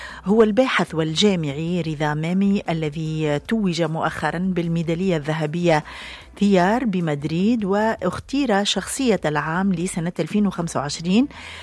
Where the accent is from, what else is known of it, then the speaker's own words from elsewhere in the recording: Tunisia; مبارك هذا التتويج دكتور، ونفخر به جميعا كتونسيين.